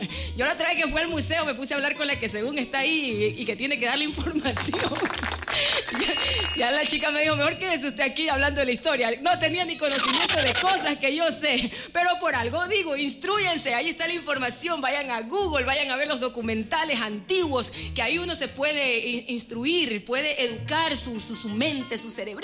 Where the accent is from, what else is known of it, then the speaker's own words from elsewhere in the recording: Guayaquil, Guayas, Ecuador; Como una guayaquileña que soy de cepa